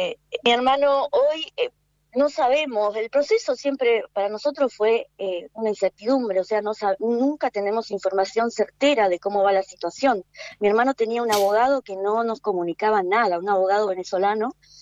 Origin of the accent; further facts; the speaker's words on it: Argentina; Yo soy argentina, tengo familia, toda mi familia es argentina